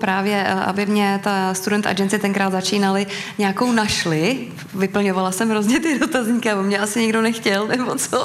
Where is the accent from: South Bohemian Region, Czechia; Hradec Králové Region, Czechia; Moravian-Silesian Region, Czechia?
South Bohemian Region, Czechia; Písek; moved away; já jsem z Písku, my tam máme nádhernou uměleckou školu, jsme měli u té Putimské brány, Písek je krásný historický město